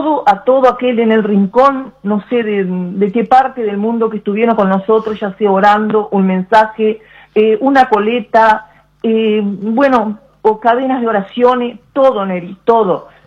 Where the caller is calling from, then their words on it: Tacuarembó, Uruguay; Estamos en Tacuarembó.